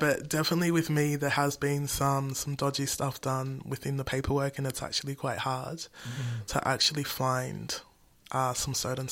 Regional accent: Haiti; So I can trace back, I guess I know that I'm from Haiti

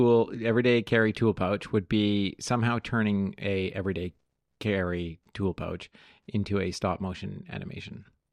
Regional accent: Canada; moved away; I'm Canadian

